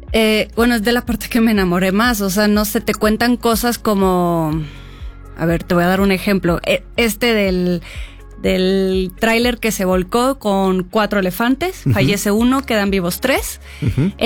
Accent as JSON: {"language": "Spanish", "town": "Monterrey", "region": "Nuevo León", "country": "Mexico", "moved": "yes", "said": "porque yo soy de Monterrey, tengo uh-huh. 16 años acá, y el circo que llegaba a Monterrey"}